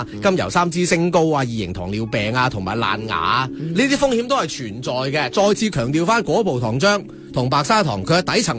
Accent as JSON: {"language": "Cantonese", "region": "Guangdong", "country": "China", "said": "我哋老廣"}